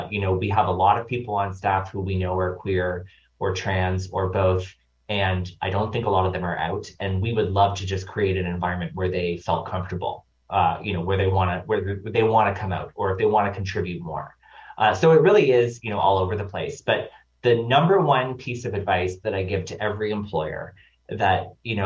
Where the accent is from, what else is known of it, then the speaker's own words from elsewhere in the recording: Nova Scotia, Canada; I'm from Nova Scotia